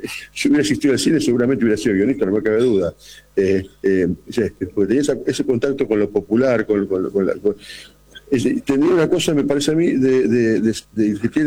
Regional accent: Rosario, Santa Fe, Argentina; los rosarinos tenemos esa cuestión, que somos una especie de plaga a veces, que estamos dando vueltas por todos lados

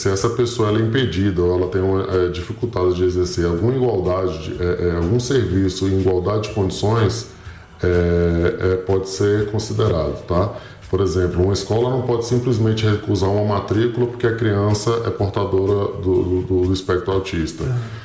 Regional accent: Brasília, Federal District, Brazil; Fui criado Ceilândia, Riacho Fundo, Guará.

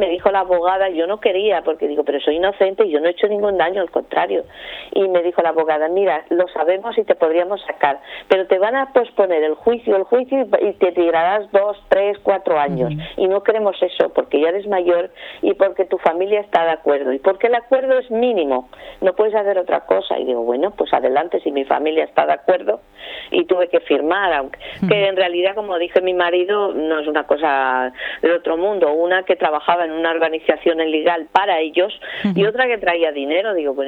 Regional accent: Spain; porque soy española y yo defiendo el dinero que dan de mi país, uh-huh, porque sé que es de mi pueblo.

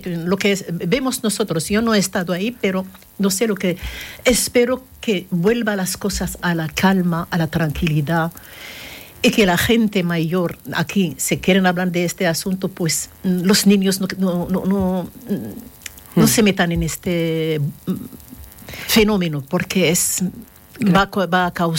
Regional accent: Morocco; now in Gandía, Spain; Y no quiero que la gente me mire en esta mirada de eres marroquí. Sí, lo soy, pero soy española también

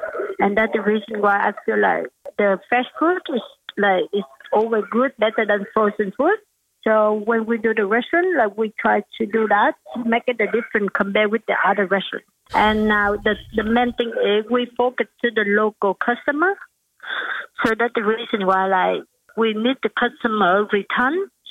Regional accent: Vietnam; English is a second language; moved away as an adult; now in Australia

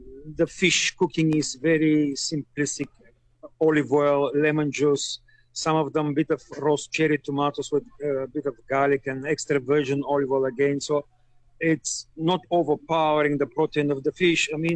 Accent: Bulgaria; now in South Africa; Well, I am Bulgarian. Oh. I've been for some time in South Africa since 1996.

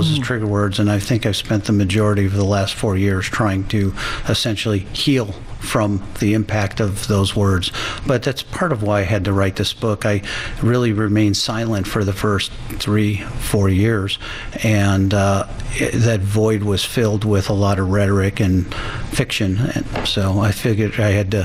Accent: Chicago, Illinois, United States; born there; Hammond, Indiana is right next to Gary, East Chicago, where I was born in Chicago, filled with oil refineries and steel mills.

